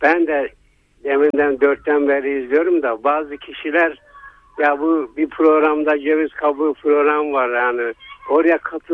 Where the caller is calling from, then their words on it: Erzurum, Turkey; ben Erzurum'dan arıyorum dadaş.